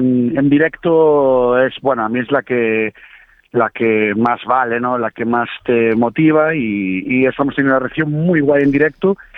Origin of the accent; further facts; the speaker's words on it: Ourense, Galicia, Spain; moved away as an adult; now in Santiago de Compostela, Spain; somos de Ourense toda la vida, pero yo llevo años viviendo en Santiago de Compostela